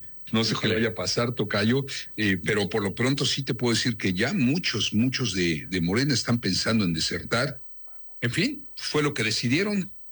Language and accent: Spanish; Mexico; Ahora soy abuelo. Soy padre de familia, soy un mexicano preocupado, muy, muy preocupado por mi país.